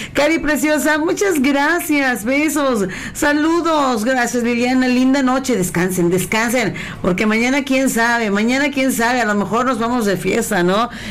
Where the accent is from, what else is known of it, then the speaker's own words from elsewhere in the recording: Mexico; esas palabras que como nos evidencian que somos mexicanos.